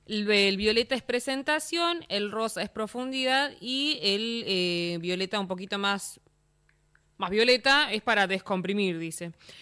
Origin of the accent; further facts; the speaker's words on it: Chile; Bueno, somos chilenos nosotros también, así que...